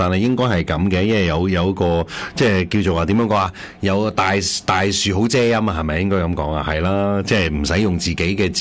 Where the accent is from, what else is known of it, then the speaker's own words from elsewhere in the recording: Canada; 我哋作為加拿大人 ，OK， 我哋去儲蓄，我哋去做計劃嘅時候，醫療嗰部分嘅佔我哋嘅收入嘅開銷係唔大嘅 ，OK。